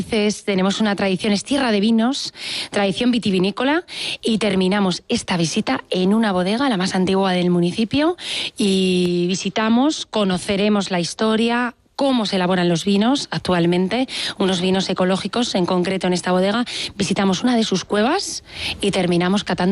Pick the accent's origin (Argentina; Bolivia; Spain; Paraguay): Spain; Navalcarnero, Community of Madrid; somos Villa de la Villa Real de Navalcarnero